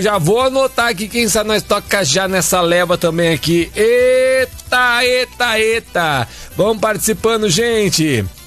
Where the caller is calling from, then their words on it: São José do Rio Preto, São Paulo, Brazil; é isso? Sou de São José do Rio Preto, trabalho no CEASA